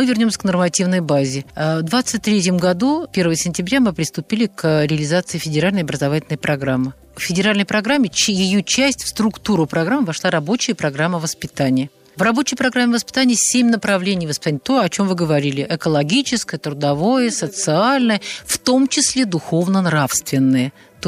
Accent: Belarus; Мы, кстати, тоже с Белоруссии.

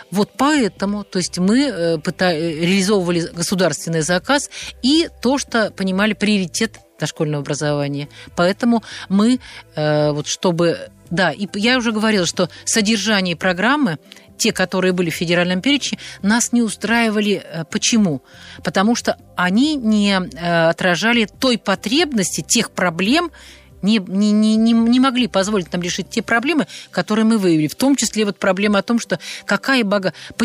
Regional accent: Belarus; Мы, кстати, тоже с Белоруссии.

